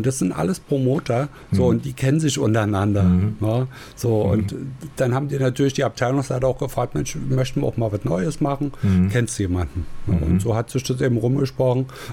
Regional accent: Zwickau, Saxony, Germany; Ja, wir hatten eine Tanzschule bei uns in Zwickau und da gab es ein großes Kulturhaus.

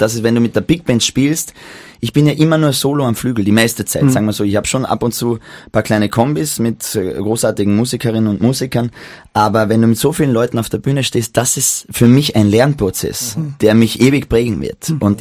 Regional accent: Klagenfurt, Carinthia, Austria; Ich habe ja einen wunderbaren Freund bei mir in Klagenfurt, in meiner Heimat, der hat ein Klavierhaus

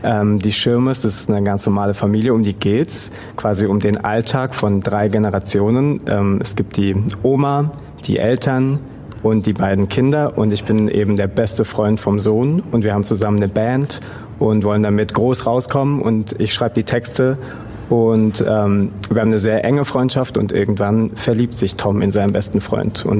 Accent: Balingen, Baden-Württemberg, Germany; accent: Swabian; moved away as an adult; also born or lived in Munich / Hamburg / Düsseldorf; Ich bin geboren in Balingen. Jetzt hört man es gerade nicht, aber ich kann auf jeden Fall auch noch Schwäbisch schwätzen. Bin da aufgewachsen, zur Schule gegangen, habe mein Abi dort gemacht.

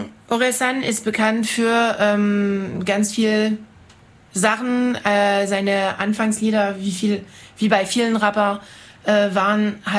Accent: Cherbourg, Normandy, France; Interessanterweise meine Oma, meine französische Oma hat damals in Cherbourg gelebt. Wir sind aus Cherbourg und die Nazis haben die Population aus Cherbourg nach Caen gebracht

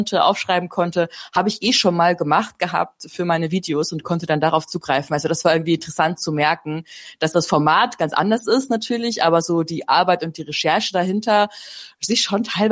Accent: Bavaria, Germany; Ich komme ursprünglich aus Bayern.

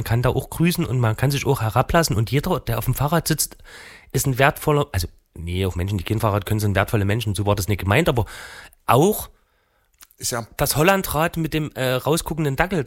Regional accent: East Germany, Germany; ich bin ja ein Ostdeutscher.

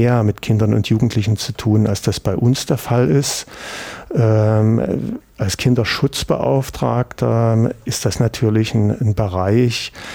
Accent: East Germany, Germany; ich bin ja auch hier im Osten groß geworden.

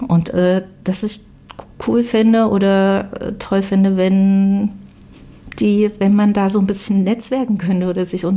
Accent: Weimar, Thuringia, Germany; Ich komme ja aus Weimar, da ist das schon bekannt, einfach auch durch die Uni.

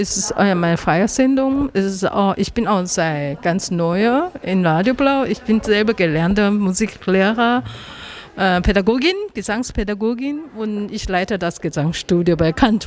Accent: Taipei, Taiwan; German is a second language; now in Germany; Ich komme persönlich aus Taiwan, Taipei. Aber ich bin seit langer in Deutschland.

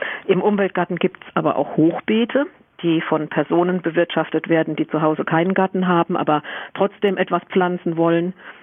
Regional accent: Mannheim, Baden-Württemberg, Germany; now in Brühl, Germany; Ich stamme ursprünglich aus Mannheim.

